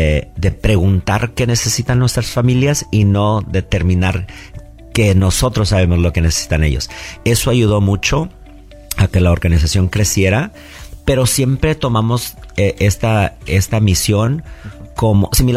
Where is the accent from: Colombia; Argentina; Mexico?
Mexico; now in United States; sufrimos hambre como fiel mexicano, ¿no?